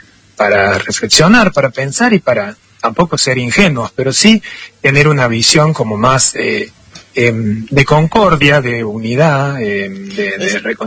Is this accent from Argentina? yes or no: yes; Córdoba, Argentina; now in Italy; Soy cordobés, y no sé si se siente la tona.